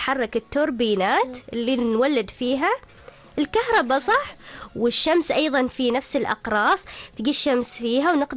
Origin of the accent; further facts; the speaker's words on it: Oman; في بلادنا عمان